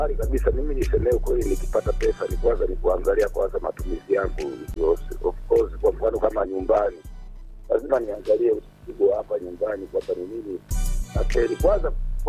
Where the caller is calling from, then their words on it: Tanzania; anapatikana Ugute Isalavano.